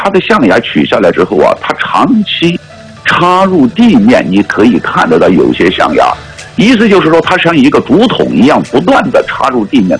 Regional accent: Sichuan, China

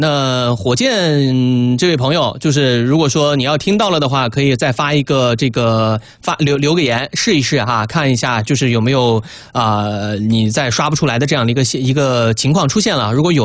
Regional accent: Xinjiang, China; moved away; 我们新疆那边的少数民族，我姐姐是锡伯族。

